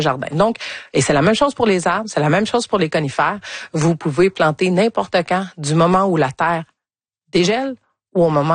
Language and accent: French; Quebec, Canada; je viens encore une fois de l'Estrie. On a des chevreuils qui mangent les haies de cèdre.